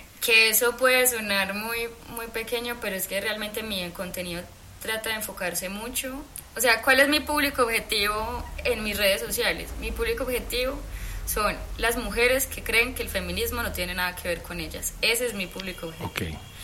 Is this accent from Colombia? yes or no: yes; Medellín, Antioquia, Colombia; yo crecí en la Universidad de Antioquia, literalmente crecí, mi mamá trabajaba allá, mi vida fue toda la UDA